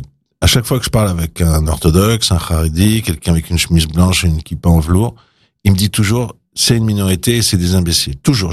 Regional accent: France; moi, je suis français.

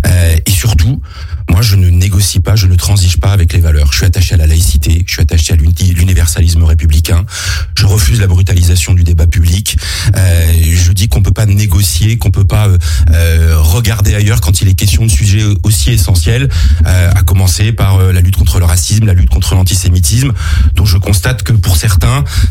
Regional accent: Massy, Île-de-France, France; Moi, je suis un gamin de banlieue, j'ai grandi à Massy, dans l'Essonne, je suis un produit de la méritocratie républicaine.

